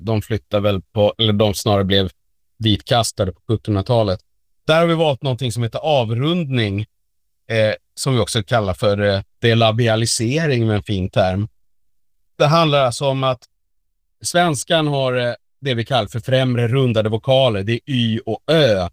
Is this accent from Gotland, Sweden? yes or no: no; Skåne, Sweden; accent: Scanian; Jag pratar rätt bra skånska egentligen. För det gjorde min far, och sen min farmor och farfar pratade väldigt traditionell skånska när de levde.